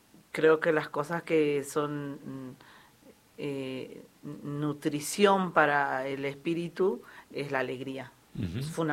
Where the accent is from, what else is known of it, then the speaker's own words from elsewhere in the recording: Switzerland; Yo soy de Suiza, disculpame.